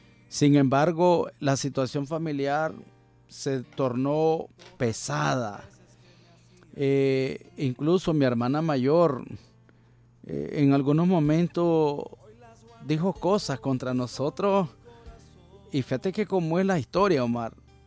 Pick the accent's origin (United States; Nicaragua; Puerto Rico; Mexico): Nicaragua; como decimos en nicaragüense